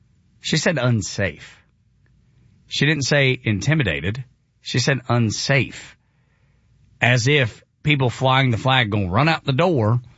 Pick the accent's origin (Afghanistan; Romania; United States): United States; Dalton, Georgia; I'm from Dalton.